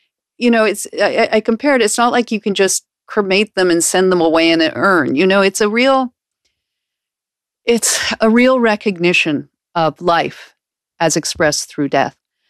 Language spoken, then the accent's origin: English; Canada; I grew up Episcopal in Canada, I wasn't not religious, but I just took it as it was given to me.